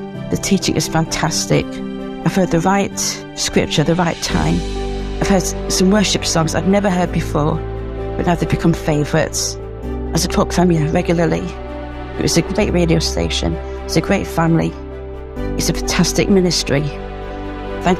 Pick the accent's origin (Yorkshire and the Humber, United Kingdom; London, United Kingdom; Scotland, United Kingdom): Yorkshire and the Humber, United Kingdom; from Yorkshire.